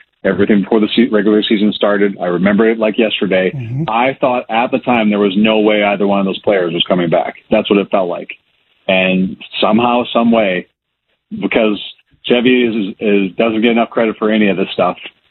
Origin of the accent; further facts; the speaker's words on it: Canada; Like, I got caught, like, even as a Canadian, I'm like, okay, this is great.